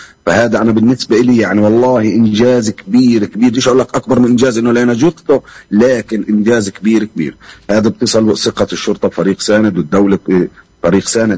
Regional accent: Jerusalem, Palestine; وأنا كابن القدس الوطن الجميل والمدينة الجميلة وابن البلد القديمة كلياتنا إخوان ننتمي لها تراب هذا الوطن الجميل

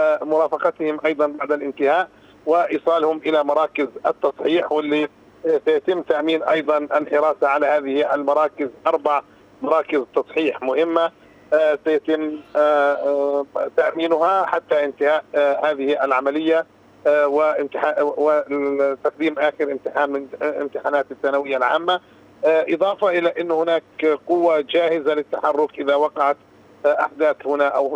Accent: Palestine; في مجتمعنا الفلسطيني

